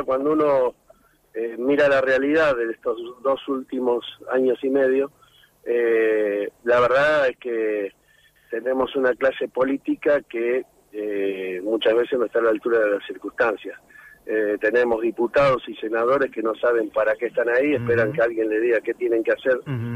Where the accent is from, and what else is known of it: Argentina